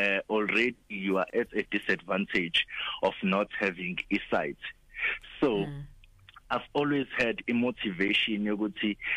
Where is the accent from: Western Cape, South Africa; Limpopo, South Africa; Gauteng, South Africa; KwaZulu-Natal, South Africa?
KwaZulu-Natal, South Africa; Pietermaritzburg; born and bred in Pietermaritzburg, in the Wenasemaqongo.